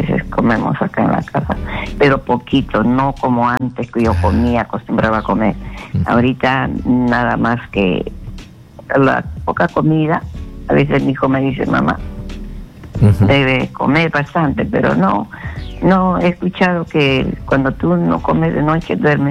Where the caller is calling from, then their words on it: Casma, Ancash, Peru; Te estoy llamando de Casma.